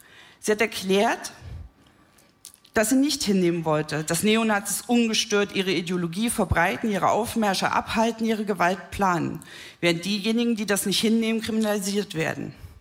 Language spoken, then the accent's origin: German; Jena, Thuringia, Germany; Die Abwandlung dieses Brecht-Zitats steht in meiner Heimatstadt Jena an der Wand